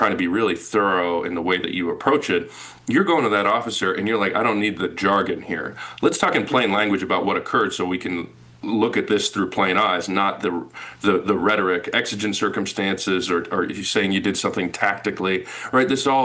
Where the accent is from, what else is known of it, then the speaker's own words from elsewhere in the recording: Oakland, California, United States; And I grew up in Oakland, so I was like, no way